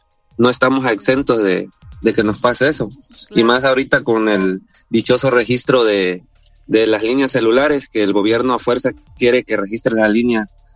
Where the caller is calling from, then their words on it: Boca del Río, Veracruz, Mexico; Yo vivo en Puente Moreno, pero por lo regular ando en lo que es Boca del Río, Veracruz y centro, bueno, zona sur de Veracruz, lo que es entre Boca del Río y Veracruz, se podría decir.